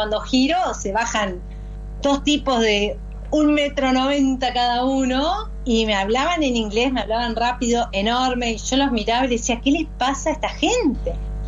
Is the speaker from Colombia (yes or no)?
no; Entre Ríos, Argentina; moved away; Sí, yo que vengo de Entre Ríos, te podrás imaginar que canciones de hay un chamamé de Concordia que es muy lindo